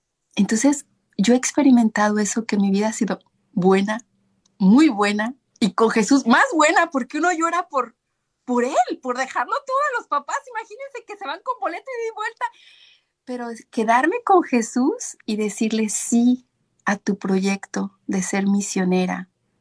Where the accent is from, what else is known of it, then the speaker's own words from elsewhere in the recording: Guadalajara, Jalisco, Mexico; salir de mi pueblo de Guadalajara, de México, era Guadalajara